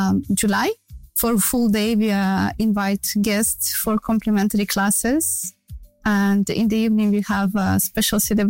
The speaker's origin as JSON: {"language": "English", "country": "Russia", "moved": "yes", "lives_now": "Qatar", "said": "I'm from Russia originally. And I'm living here in Qatar"}